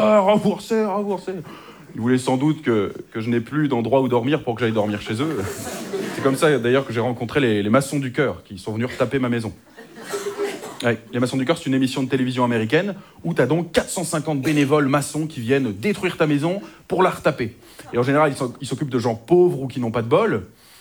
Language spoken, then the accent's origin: French; Hauts-de-France, France; moi je suis du Nord-Pas-de-Calais, on fait pas ça chez vous, je ne sais pas.